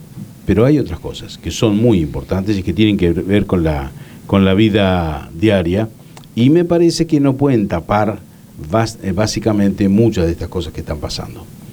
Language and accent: Spanish; Argentina